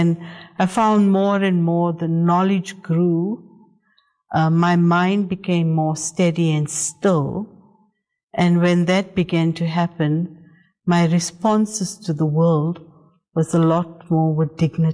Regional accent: South Africa; born there; So I was born in South Africa, and I had a good life, came from a good home.

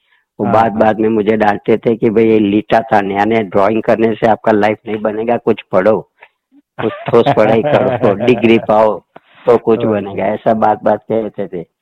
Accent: Ahmedabad, Gujarat, India; मेरा तो जन्म अहमदाबाद में हुआ था। हाँ। और मैं अभी जहाँ रह रहा हूँ इनकम टैक्स, वो पहले मैं असारवा एरिया में मकान था हमारा।

